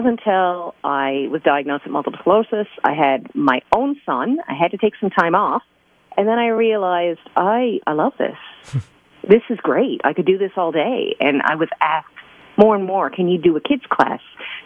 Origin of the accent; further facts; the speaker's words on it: Newfoundland and Labrador, Canada; So when I was growing up in Newfoundland doing my undergrad, Ken Knowles was teaching the jazz arranging course